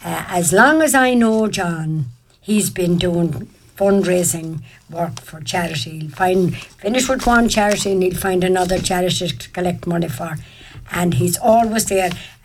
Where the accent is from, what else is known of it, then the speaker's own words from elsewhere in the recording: Ireland; we came from Carrickcastle.